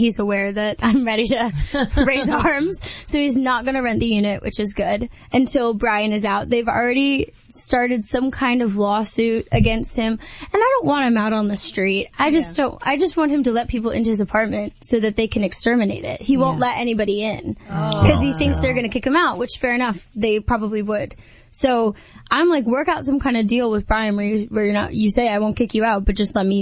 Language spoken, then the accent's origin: English; New York, United States; accent: New York; the thickest New York accent I could to see if he would like trust me better. I don't know. I'm from New York. It's fine.